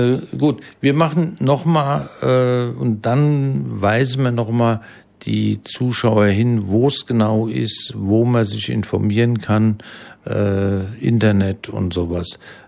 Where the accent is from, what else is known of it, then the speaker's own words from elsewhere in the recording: Frankfurt, Hesse, Germany; Wir müssen nur als Frankfurter dafür sorgen, dass die Grünflächen erhalten bleiben